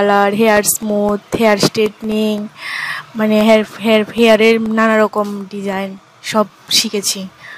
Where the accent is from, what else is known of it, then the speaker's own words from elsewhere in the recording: Belonia, Tripura, India; আমি মনুরমুখ SC colony, বাবার বাড়ি